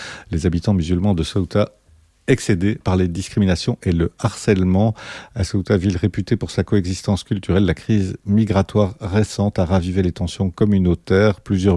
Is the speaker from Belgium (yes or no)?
yes; Belgium; chez nous, en Belgique